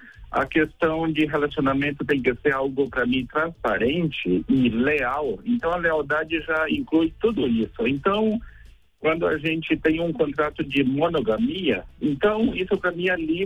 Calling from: Paraná, Brazil; Como eu sou aqui do Paraná, eu tô... Tá meio friozinho

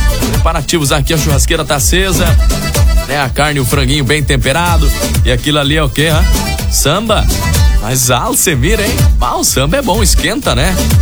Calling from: Linha Nova, Rio Grande do Sul, Brazil; de Linha Nova. Também estávamos na festa ontem.

